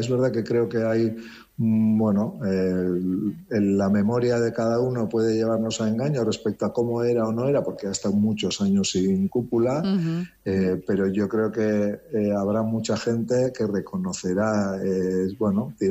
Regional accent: San Sebastián, Basque Country, Spain; soy ciudadano de San Sebastián

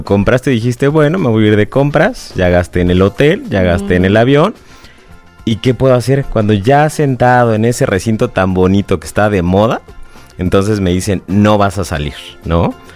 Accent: Mexico

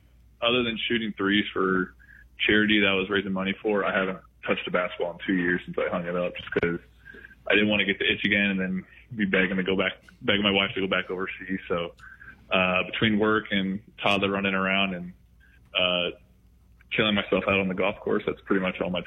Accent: Illinois, United States; representing my hometown school, my in-state school.

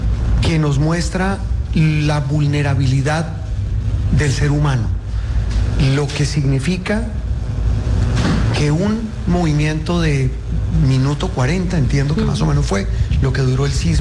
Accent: Colombia

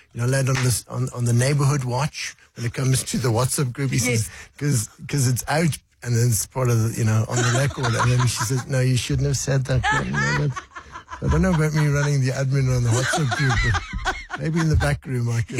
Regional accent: South Africa; So South Africa is home. It's home for me and my family, and it's been very good to me. And I'm absolutely a South African bear.

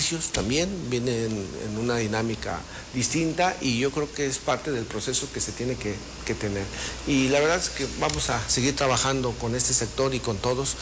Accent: Michoacán, Mexico; somos michoacanos y mexicanos.

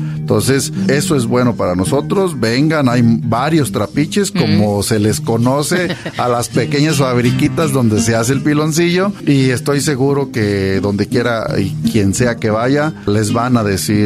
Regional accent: Piguamo, Jalisco, Mexico; somos de Jalisco, siempre hemos estado en Jalisco.

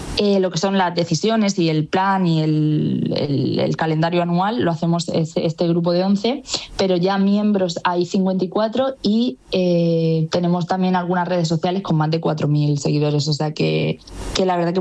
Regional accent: Region of Murcia, Spain; moved away as an adult; now in Miami, United States; sí que somos murcianos

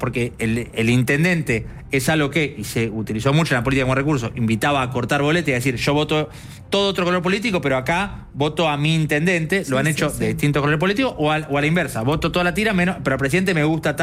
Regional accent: Buenos Aires, Argentina; yo como bonaerense

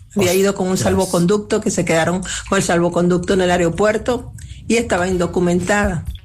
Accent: Venezuela; ir a Venezuela a sacar el pasaporte.

